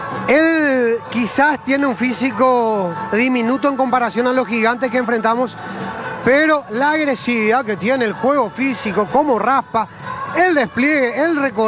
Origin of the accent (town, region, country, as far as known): Paraguay